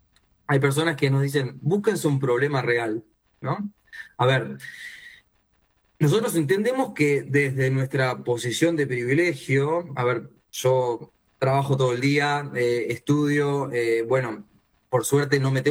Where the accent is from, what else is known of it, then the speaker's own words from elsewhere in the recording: Montevideo, Uruguay; El montevideanismo por excelencia, ¿no? Somos todos montevideanos acá en su mayoría.